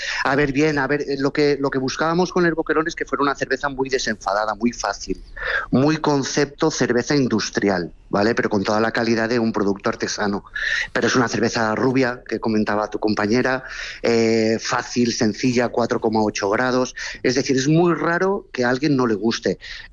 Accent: Valencian Community, Spain; nosotros de momento somos valencianos

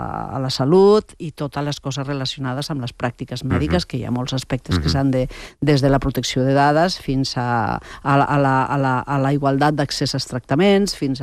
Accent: Catalonia, Spain; accent: Ponent

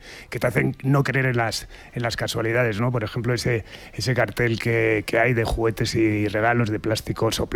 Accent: Madrid, Community of Madrid, Spain; yo vivía, me crié en Alonso Cano 3, en Chamberí, y era la juguetería Robby, que estaba enfrente de mi casa de toda la vida

